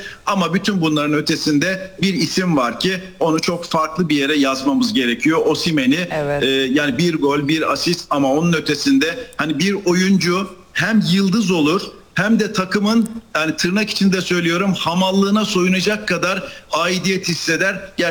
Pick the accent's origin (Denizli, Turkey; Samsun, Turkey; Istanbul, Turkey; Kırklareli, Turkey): Istanbul, Turkey; Yeniköy; born there; Benim doğduğum yer burası, bu mahalle, Yeniköy Hı-hı. Mahallesi. Oradan yayın yapıyorum.